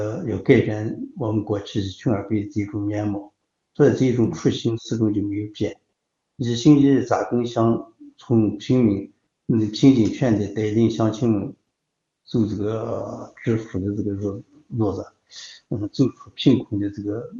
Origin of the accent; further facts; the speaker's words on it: China; 我是土生土长的腰丹子人，生在这里，长在这个地方